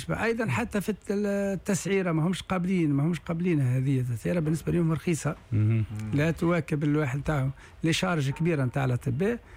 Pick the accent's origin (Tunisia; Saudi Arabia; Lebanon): Tunisia; Ben Gardane, Medenine; لا لا لا هي اصيله اصلها من بنقردان كيفي